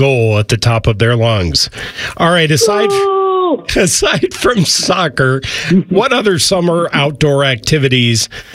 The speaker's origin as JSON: {"language": "English", "town": "Shaker Heights", "region": "Ohio", "country": "United States", "tie": "born or raised there", "said": "I grew up in Shaker Heights, and the hose was a huge part of our summer as well."}